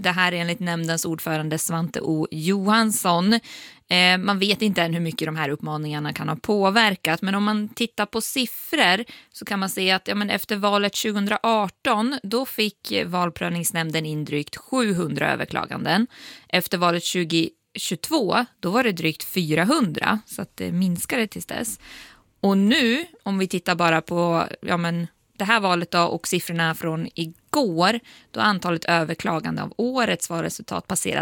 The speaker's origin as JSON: {"language": "Swedish", "town": "Ockelbo", "region": "Gävleborg County", "country": "Sweden", "tie": "born or raised there", "said": "jag kommer från Ockelbo"}